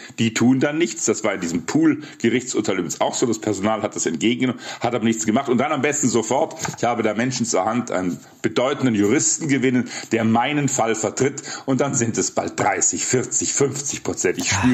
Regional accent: Swabia, Germany; Ich komme ja aus Schwaben, wie Sie wissen.

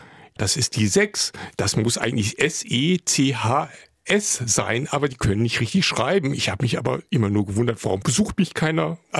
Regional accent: Wuppertal, North Rhine-Westphalia, Germany; ich bin groß geworden in der Stadt, in Wuppertal und in einem Schimanski-Ambiente, Nachkriegsbungalow aus Bruchsteinen auch nur aufgebaut.

